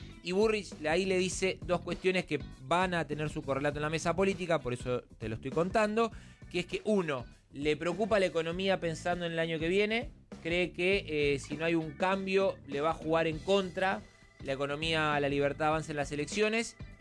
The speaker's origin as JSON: {"language": "Spanish", "area": "José C. Paz", "region": "Buenos Aires", "country": "Argentina", "tie": "born or raised there", "said": "el intendente de mi ciudad natal, Julio Alac"}